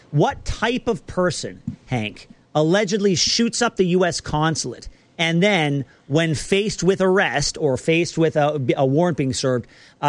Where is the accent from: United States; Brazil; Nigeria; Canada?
Canada; As a Canadian living in my own little bubble, I always assumed that's probably not the case for police officers in Canada because we're so much more peaceful.